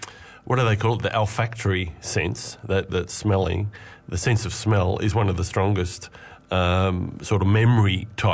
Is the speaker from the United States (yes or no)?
no; Sydney, New South Wales, Australia; But I grew up in Western Sydney